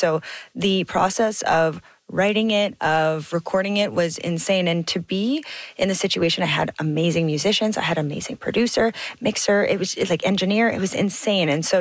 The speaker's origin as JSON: {"language": "English", "town": "Thunder Bay", "region": "Ontario", "country": "Canada", "said": "I'm from Thunder Bay, which in, yeah, technicalities is a city, but not in comparison to Toronto."}